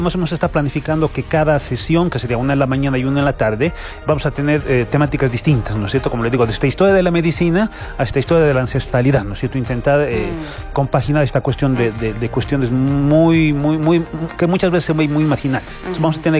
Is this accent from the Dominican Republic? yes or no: no; Bolivia; todos somos bolivianos, todos nos deberíamos sentir bolivianos